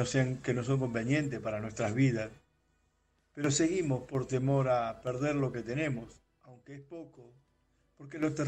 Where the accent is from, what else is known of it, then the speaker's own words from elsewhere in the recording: Argentina; soy de Argentina.